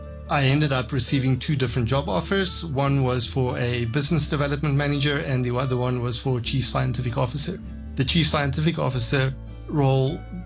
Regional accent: Namibia; also born or lived in South Africa / United States / Paris, France; now in Hong Kong; So I'm South African by birth, but I grew up in several different places, including Namibia. I worked in the US, in Paris, France. Now I'm here in Hong Kong.

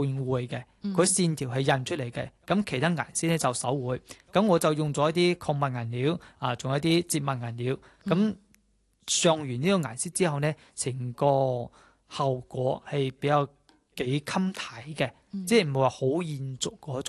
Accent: China; 咁对于我哋中国人嚟讲呢，可能考试呢係好漫长嘅一个过程。

